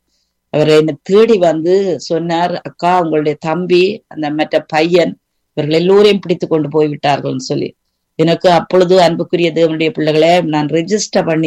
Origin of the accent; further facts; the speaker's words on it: Sri Lanka; moved away as an adult; இலங்கையிலே நான் வாழ்கின்ற வழியிலே ஒரு அருமையான குடும்பம், அருமையான வாழ்க்கை.